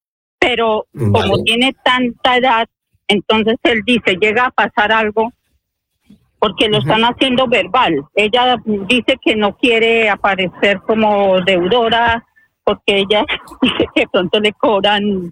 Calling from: Madrid, Community of Madrid, Spain; le llamo de Madrid.

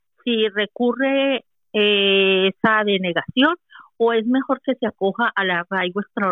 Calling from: Murcia, Region of Murcia, Spain; llamo desde Murcia.

